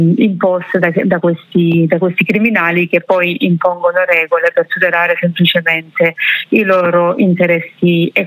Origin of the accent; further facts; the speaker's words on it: Cinquefrondi, Calabria, Italy; un comune vicino al mio, lei viveva a Laureana di Borrello e io sono di Cinquefronte, quindi parliamo di 10 chilometri di distanza